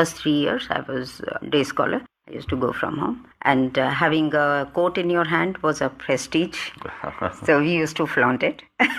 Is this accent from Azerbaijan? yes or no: no; Delhi, India; I was born in Delhi and I'm a pure Delhiite. I was born here, I was educated here, I did my MBBS here, I did my post-graduation here, and then I did my job here and I got retirement from Delhi.